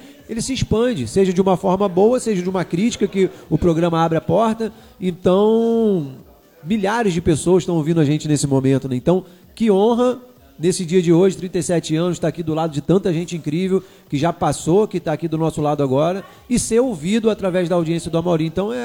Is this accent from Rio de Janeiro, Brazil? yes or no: yes; Cabo Frio, Rio de Janeiro, Brazil; Cabo Friense, Minhoca da Terra, que amo a minha terra